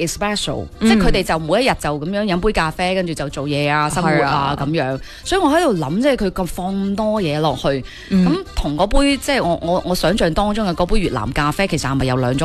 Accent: Guangdong, China; 其实佢嘅饮食同我哋广东人系非常之近似。

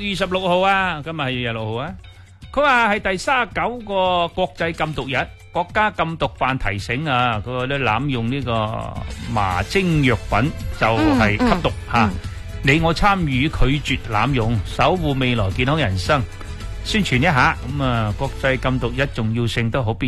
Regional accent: Guangdong, China; 我哋广东人系中国人

